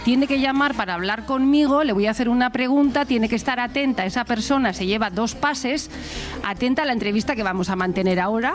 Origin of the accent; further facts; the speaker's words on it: Bilbao, Basque Country, Spain; que somos de Bilbao